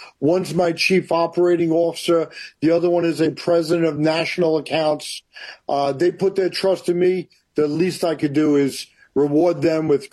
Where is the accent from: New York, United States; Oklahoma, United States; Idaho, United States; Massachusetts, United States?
New York, United States; Valley Stream; You know, I'm a baby boy, three older sisters, Valley Stream, New York, born and raised.